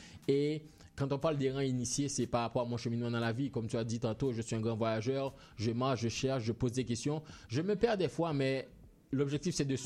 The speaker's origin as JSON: {"language": "French", "country": "Haiti", "said": "Parce qu'on est haïtien, on a un vécu culturel qu'on ne peut pas effacer."}